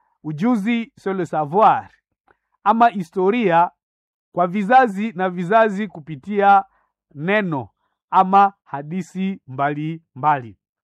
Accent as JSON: {"language": "Swahili", "region": "North Kivu", "country": "DR Congo"}